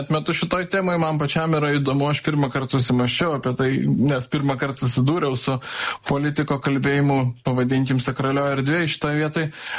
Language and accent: Lithuanian; Vilnius, Vilnius County, Lithuania; aš esu aukštaitis, vilnietis